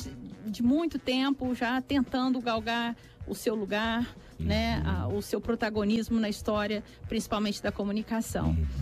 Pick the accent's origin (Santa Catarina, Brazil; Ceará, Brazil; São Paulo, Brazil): São Paulo, Brazil; Franca; Então, com a família, nós somos do interior de São Paulo, de Franca.